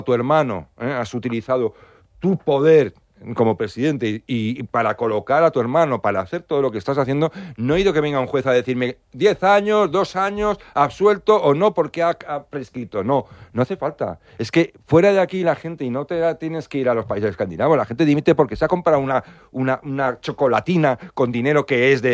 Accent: Spain; yo soy muy español y soy muy patriota

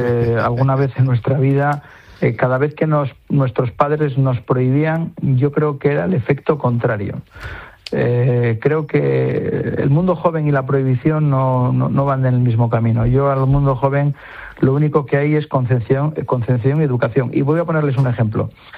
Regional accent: Spain

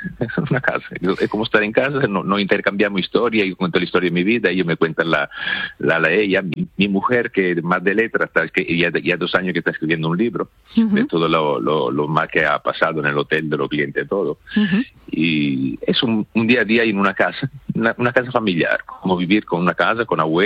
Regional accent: Italy; Spanish is a second language; moved away; Perdóname que soy italiano, alguna palabra me la pierdo.

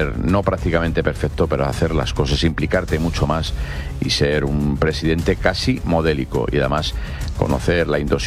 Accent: Madrid, Community of Madrid, Spain; Yo soy de Vallecas, soy vallecano y a mucha honra. Desde que nací, me crié y salí del barrio. Ya no vivo allí, pero yo salí del barrio siendo un preadolescente

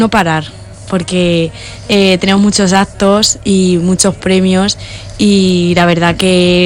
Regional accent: Campo de Criptana, Castilla-La Mancha, Spain

